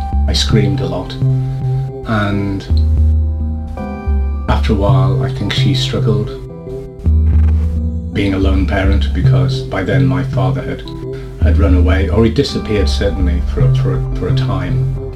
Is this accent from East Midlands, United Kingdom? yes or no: no; Brighton, South East England, United Kingdom; born there; I was born in Brighton, and my mother was a Brighton woman, and my father was Jamaican.